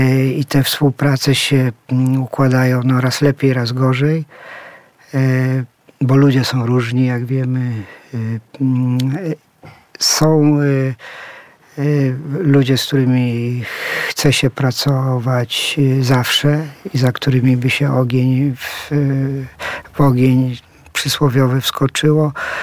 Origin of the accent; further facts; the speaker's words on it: Silesian Voivodeship, Poland; No ja pochodzę ze Śląska. Gdzieś Śląsk mnie wychował, kształtował, dał tożsamość, poczucie tożsamości.